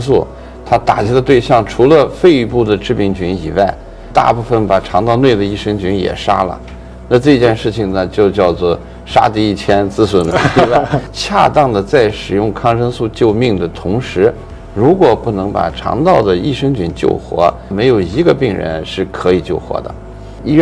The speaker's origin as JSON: {"language": "Chinese", "country": "China"}